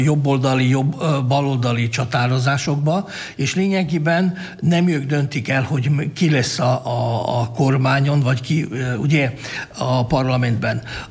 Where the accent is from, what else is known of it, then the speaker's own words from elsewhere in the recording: Prekmurje, Slovenia; nekünk nemzetiségieknek, úgy az olaszoknak, mint muravidéki magyaroknak